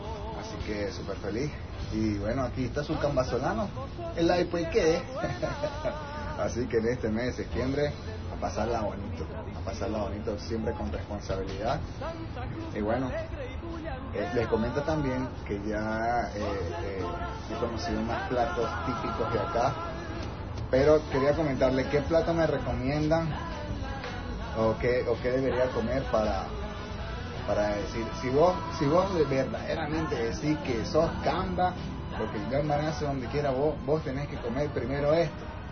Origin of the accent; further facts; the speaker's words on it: Venezuela; now in Santa Cruz de la Sierra, Bolivia; Yo vengo de Venezuela, para los que no conocen, y me enamoré de esta ciudad, me quedé acá